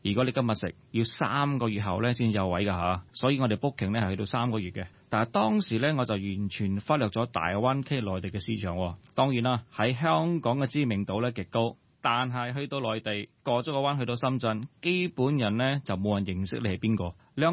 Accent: Kuala Lumpur, Federal Territory of Kuala Lumpur, Malaysia; 我系土生土长喺马来西亚吉隆坡，一个好普通嘅华人家庭。

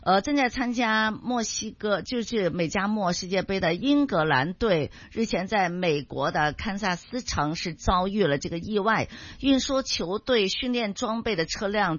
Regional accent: China; 我们中国人在海外的时候

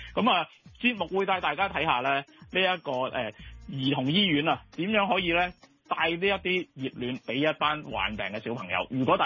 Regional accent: Hong Kong

